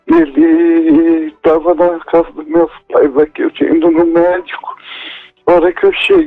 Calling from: São Paulo, Brazil; São Paulo, capital.

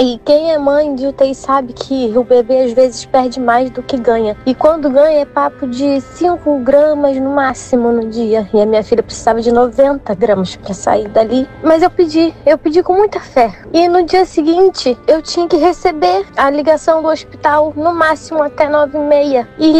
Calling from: Rio de Janeiro, Brazil; Eu sou do Rio

